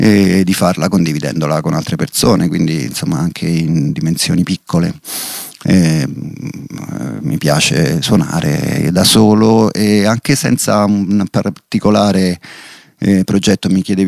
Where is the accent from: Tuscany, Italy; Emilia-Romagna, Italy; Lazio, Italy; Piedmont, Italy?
Lazio, Italy; Rome; born there; moved away as an adult; now in Milan, Italy; ho iniziato la mia carriera qui a Milano, anche se non sono milanese perché sono nato a Roma, mi sono trasferito qui nel 97. Se non sbaglio 96